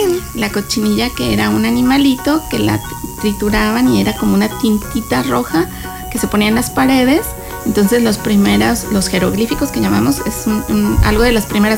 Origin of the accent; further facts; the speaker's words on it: San Luis Potosí, Mexico; yo estudié psicología clínica hace muchos años en San Luis Potosí. Yo soy de San Luis Potosí.